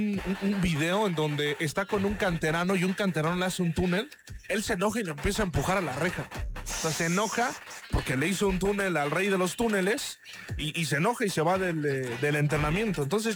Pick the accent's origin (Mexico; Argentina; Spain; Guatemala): Mexico